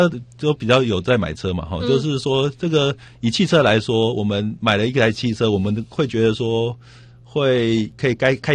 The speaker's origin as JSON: {"language": "Chinese", "country": "Taiwan", "said": "我们台湾人"}